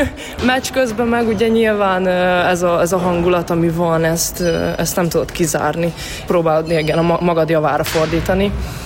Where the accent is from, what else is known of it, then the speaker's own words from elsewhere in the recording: Hungary; valószínűleg annak szólt, hogy magyarok vagyunk, Magyarországon játszunk